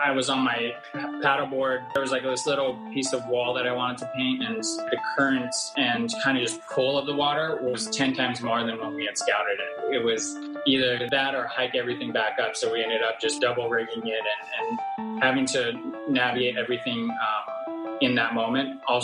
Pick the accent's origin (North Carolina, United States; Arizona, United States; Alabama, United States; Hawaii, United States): Hawaii, United States; Yeah, we're from Oahu, Hawaii. We kind of grew up in nature, so it's the perfect blend of what has influenced us.